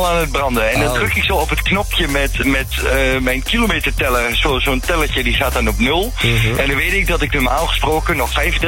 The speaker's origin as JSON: {"language": "Dutch", "region": "Overijssel", "country": "Netherlands", "said": "Ik kom uit Twente."}